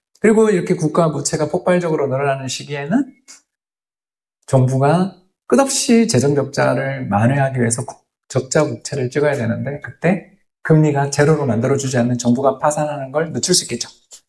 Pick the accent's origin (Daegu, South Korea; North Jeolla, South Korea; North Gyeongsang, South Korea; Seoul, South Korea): Daegu, South Korea; 제가 대구 사람입니다. 대구하고도 대구 남구 대명동에 사는데요.